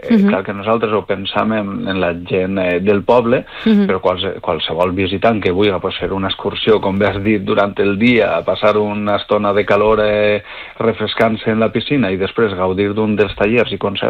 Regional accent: Planes, Valencian Community, Spain; I després en l'especialitat d'oboe pues estic jo, que soc de Planes

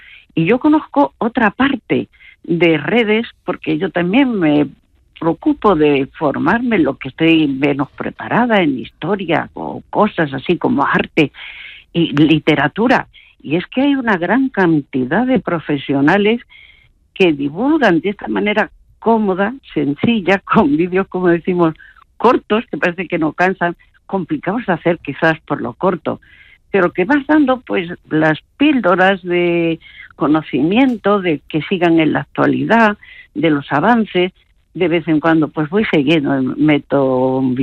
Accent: Andalusia, Spain; Yo soy andaluza, para empezar, pero contentísima de escucharos.

